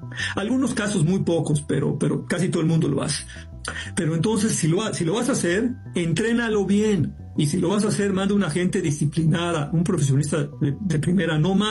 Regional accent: Mexico; now in United States; que migramos aquí, que venimos a trabajar acá o venimos a lo que sea, pero que nacimos en México y emigramos a los Estados Unidos.

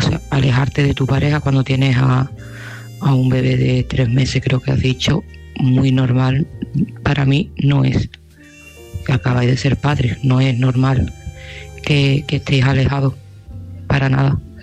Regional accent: Seville, Andalusia, Spain; de Sevilla y este mensaje va para Lola.

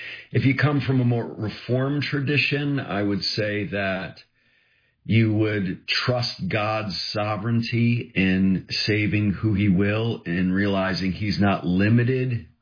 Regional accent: Connecticut, United States; I am originally from Connecticut, where Jesus made me his, and I still can't believe I'm forgiven every single day.

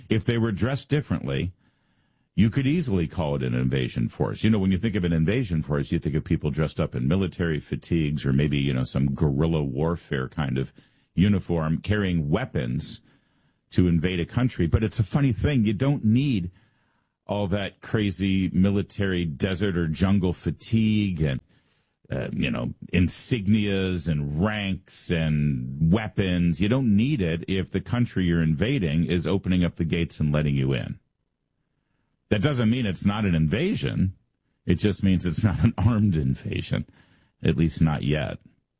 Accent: United States; I'm an American.

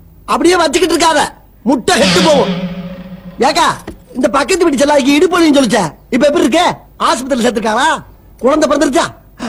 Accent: Kanadukathan, Tamil Nadu, India; காரக்குடி பக்கத்துல காணாடு காத்தா.

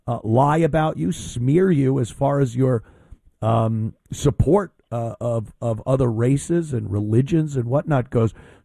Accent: New York, United States; I grew up in New York.

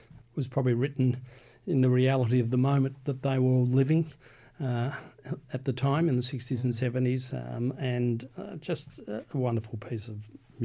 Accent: Melbourne, Victoria, Australia; So born in Melbourne, three siblings, private school education

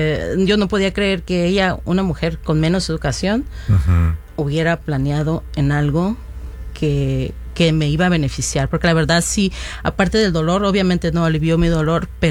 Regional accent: Mexico

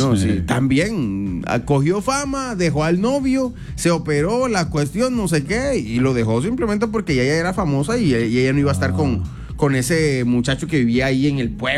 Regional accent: Valledupar, Cesar, Colombia; Yo soy de Valledupar

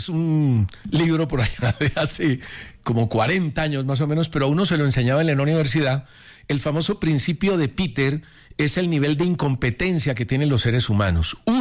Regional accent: Colombia; de lo que somos los colombianos a nivel internacional

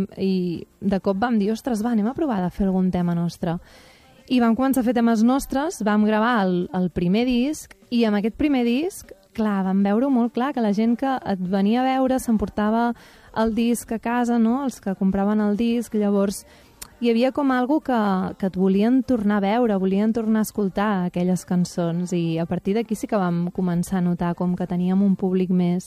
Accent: Castelló d'Empúries, Catalonia, Spain; born or raised there; also born or lived in Roses

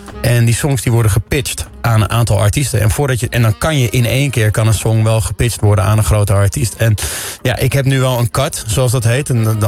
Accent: Netherlands; Ik spreek voor een Nederlander uitzonderlijk goed Engels, maar voor een Amerikaan niet per se.

